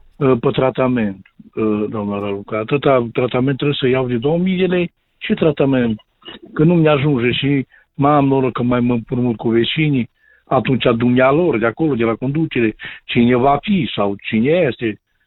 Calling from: Jibou, Sălaj County, Romania; din Jibou, s-a handicapat de 10 ani

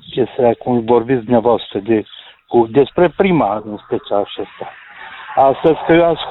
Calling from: Mureș County, Romania; din Mureș.

